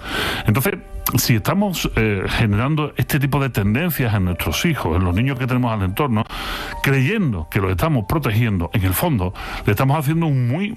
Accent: Andalusia, Spain; que decíamos cuando éramos chicos aquí en Andalucía.

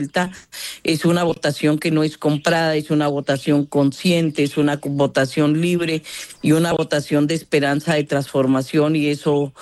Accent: Colombia; nosotros no podamos ser capaces de incluir a la gente que todos somos colombianos y colombianas

